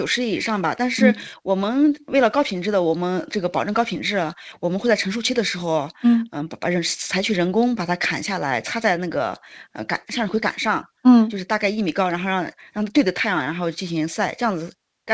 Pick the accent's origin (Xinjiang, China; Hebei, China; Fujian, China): Xinjiang, China; Xinyuan County, Ili; also born or lived in Chongqing; now in Beitun, Altay, China; 因为我也是新疆人，在新疆出生、新疆长大，但是我们家是新疆伊犁兴源县的，